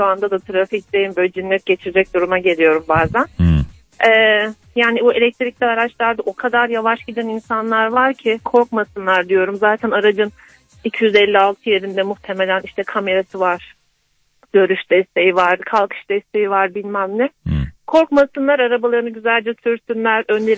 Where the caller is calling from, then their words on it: Ankara, Turkey; ben Ankara'dan.